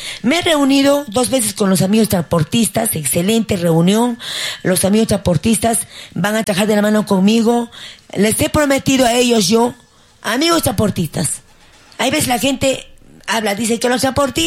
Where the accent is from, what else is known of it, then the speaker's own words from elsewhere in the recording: Hunter, Arequipa, Peru; por mi pueblo de Hunter